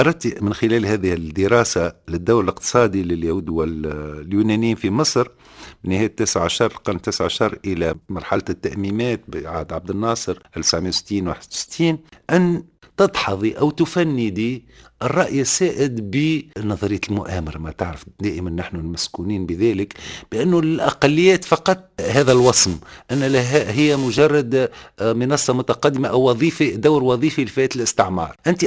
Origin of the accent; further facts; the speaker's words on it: Tunisia; عندنا في تونس